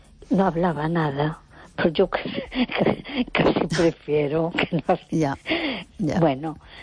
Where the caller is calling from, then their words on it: A Coruña, Galicia, Spain; de Coruña.